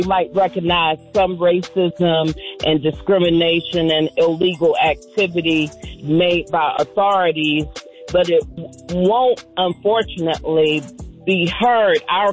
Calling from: Douglasville, Georgia, United States; from Douglasville.

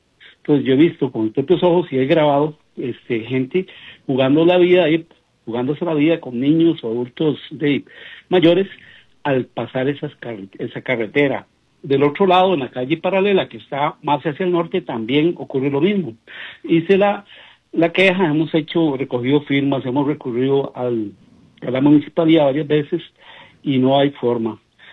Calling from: Costa Rica

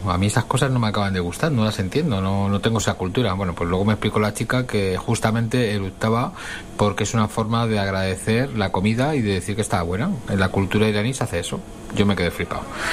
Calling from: Madrid, Community of Madrid, Spain; de Madrid.

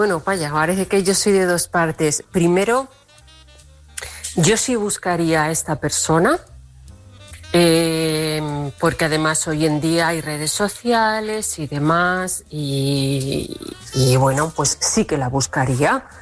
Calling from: Toledo, Castilla-La Mancha, Spain; de Toledo

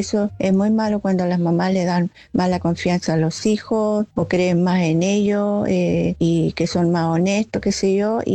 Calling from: Chile; Buenas noches desde Chile.

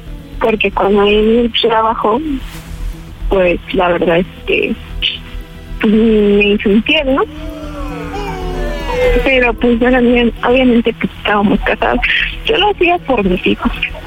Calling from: Nezahualcóyotl, State of Mexico, Mexico; Soy de Nesa

